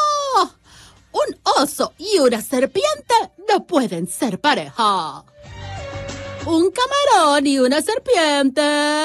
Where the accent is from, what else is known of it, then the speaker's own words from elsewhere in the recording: Mexico; qué creativos somos los mexicanos